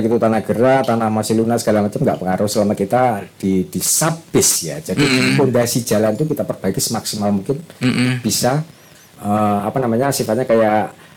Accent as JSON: {"language": "Indonesian", "town": "Ngawi", "region": "East Java", "country": "Indonesia", "tie": "born or raised there", "also_born_or_lived": "Ambon"}